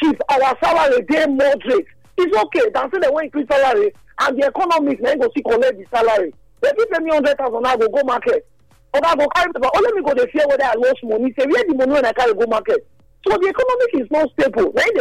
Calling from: Nigeria; I'm calling you from Ogiga.

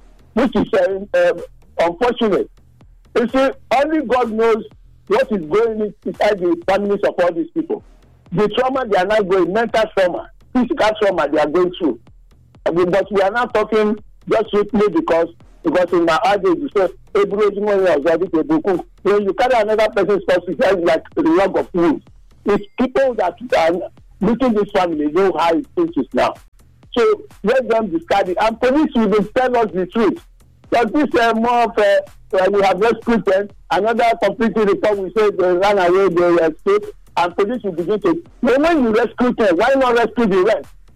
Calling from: Nigeria; I'm calling from Obisa Community.

